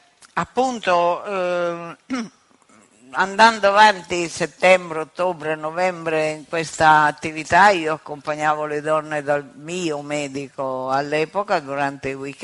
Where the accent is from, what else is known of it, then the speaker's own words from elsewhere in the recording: Bra, Piedmont, Italy; E decise che mi facevo arrestare il 15 giugno a quel di Bra, che è la mia città natale.